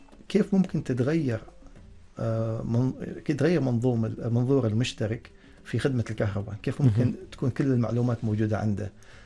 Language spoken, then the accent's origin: Arabic; Oman; عندنا في سلطنة عمان